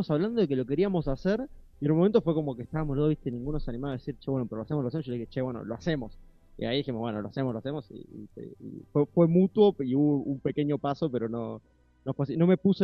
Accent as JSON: {"language": "Spanish", "town": "Paraná", "region": "Entre Ríos", "country": "Argentina", "tie": "born or raised there", "also_born_or_lived": "Córdoba", "said": "Yo soy cordobés, nací acá en Córdoba, pero viví toda mi vida en Paraná, Entre Ríos."}